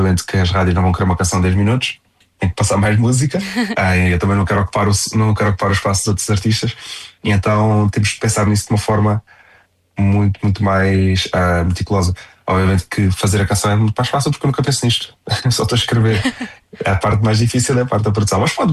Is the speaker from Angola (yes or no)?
no; Faro, Algarve, Portugal; passei a minha infância no Algarve. É Faro.